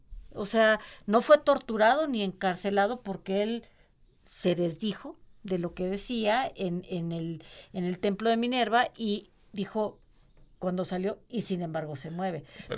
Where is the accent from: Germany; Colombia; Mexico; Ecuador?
Mexico; nosotros como mexicanos somos este sincretismo